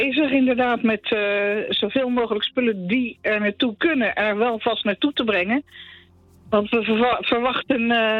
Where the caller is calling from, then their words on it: Rotterdam, South Holland, Netherlands; We wonen nu in Pernis.